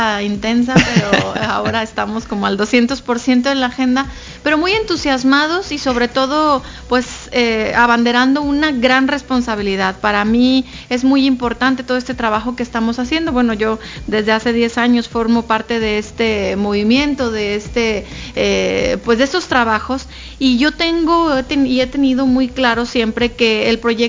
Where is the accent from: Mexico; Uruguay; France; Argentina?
Mexico; lo que hemos avanzado como mexicanas y mexicanos